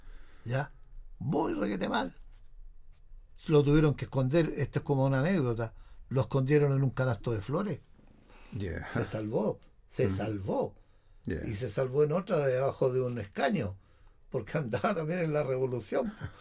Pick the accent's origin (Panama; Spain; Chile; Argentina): Chile; porque somos todos chilenos.